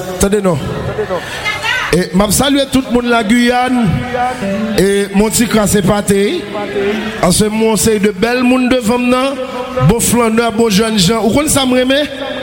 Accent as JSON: {"language": "French", "country": "Haiti", "said": "Baton gros bravo pour tête nous parce que nous sommes haïtien."}